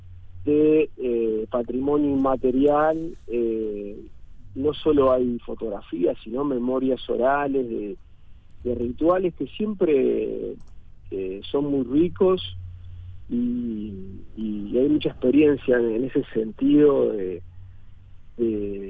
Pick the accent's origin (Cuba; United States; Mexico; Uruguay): Uruguay